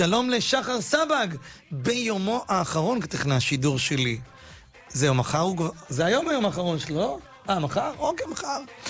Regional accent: Bat Yam, Tel Aviv District, Israel; זה אנשים שאני אישית גדלתי איתם בבת ים, אנחנו בני אותו גיל כמעט

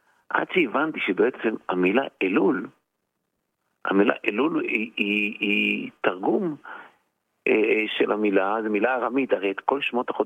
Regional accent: Beit She'an Valley, Northern District, Israel; אני נולדתי בעמק המעיינות, אז קראו לו זה עמק בית שאן.

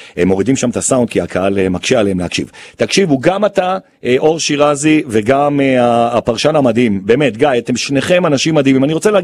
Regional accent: Jerusalem, Jerusalem District, Israel; ובזכות הדחיפה מאוד גדולה שלי, גם כירושלמי וגם התוכנית שמקדימה אותך

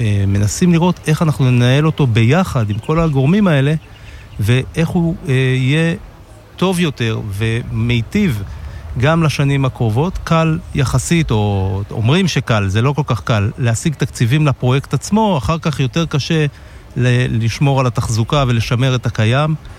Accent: Kibbutz Yiftah, Northern District, Israel; now in Kfar Vradim, Israel; הילדות שלי בקיבוץ יפתח

